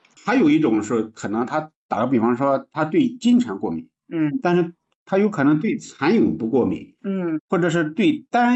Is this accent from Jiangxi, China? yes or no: no; Shandong, China; 我们山东人吃的是最多。